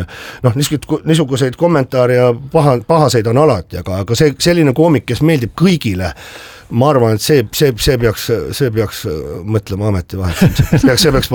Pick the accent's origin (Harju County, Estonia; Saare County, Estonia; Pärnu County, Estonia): Harju County, Estonia; Tallinn; born there; naaber sünnipäraselt, et ma olen ju seal Hiiu pubi vastas on Lillepoekane, roheline maja, see on minu sünnikodu seal.